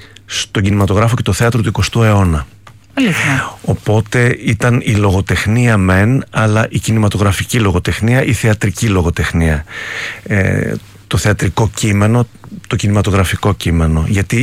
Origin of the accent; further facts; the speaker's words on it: Greece; now in France; Ναι, είμαι ο Έλληνας, αλλά με έχει αγκαλιάσει η γαλλική κουλτούρα, δηλαδή, και η γαλλική κοινωνία.